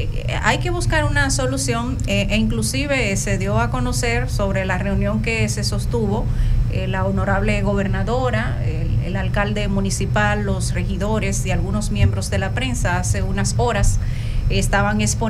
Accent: Barahona, Dominican Republic

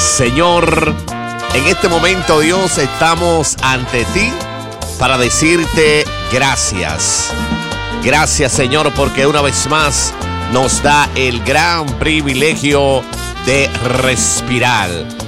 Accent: Dominican Republic; Dios, nuestra nación, República Dominicana, está en tus manos. Damos gracias, Señor, porque somos dominicanos.

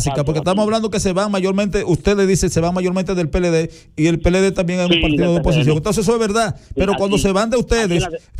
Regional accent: Dominican Republic; somos dominicanos todos

